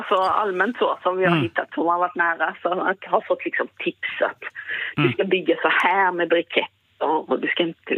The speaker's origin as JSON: {"language": "Swedish", "town": "Kristianstad", "region": "Skåne", "country": "Sweden", "tie": "born there", "moved": "yes", "lives_now": "Gothenburg, Sweden", "said": "Jag är ju född på andra sidan."}